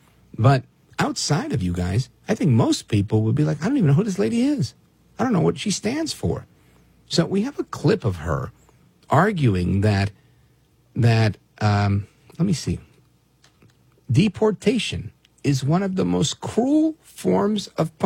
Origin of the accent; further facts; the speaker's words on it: Brooklyn, New York, United States; born there; Now, listen, my parents were born in Puerto Rico. I was born in Brooklyn, New York.